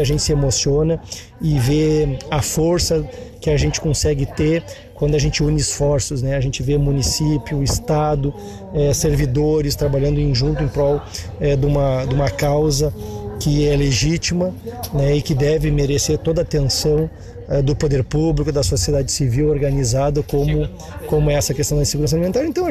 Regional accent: Santa Maria, Rio Grande do Sul, Brazil; also born or lived in Dona Francisca; eu sou nascido e criado em Santa Maria

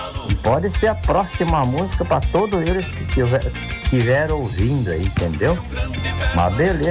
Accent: Brazil; moved away; eu me criei ali em Linha Ouro, passei comunhão ali

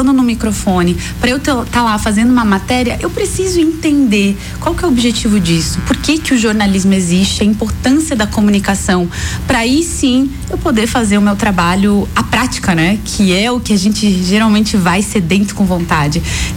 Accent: São José do Cerrito, Santa Catarina, Brazil; eu sou de São José do Cerrito

